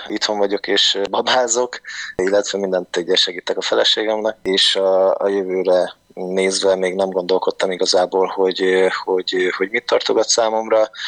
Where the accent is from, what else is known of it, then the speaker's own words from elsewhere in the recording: Veszprém, Veszprém County, Hungary; mivel veszprémi srác vagyok, ott ugye a kézilabda erős így az általános iskolába a kézit erőltették